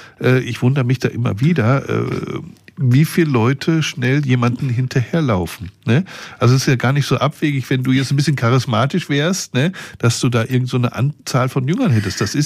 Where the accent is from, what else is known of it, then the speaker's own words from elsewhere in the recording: Germany; ich bin Deutscher